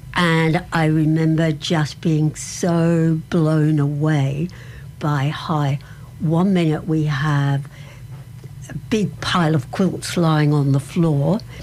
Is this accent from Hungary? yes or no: no; Neutral Bay, New South Wales, Australia; I come from Neutral Bay.